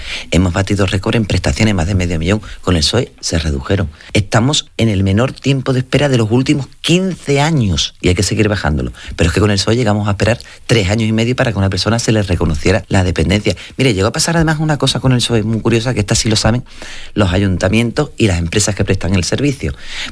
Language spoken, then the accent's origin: Spanish; Valverde del Camino, Andalusia, Spain; yo que soy de Valverde